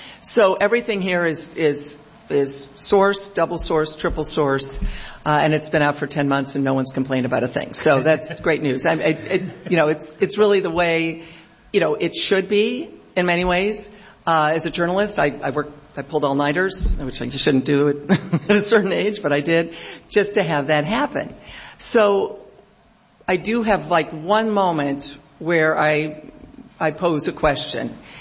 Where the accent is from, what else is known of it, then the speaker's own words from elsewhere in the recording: United States; as an American